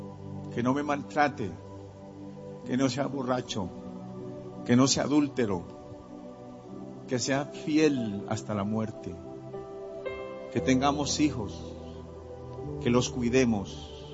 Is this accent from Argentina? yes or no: no; Caribbean Region, Colombia; me dijo, ¿tú vienes de la costa? Sí, yo vengo de la costa.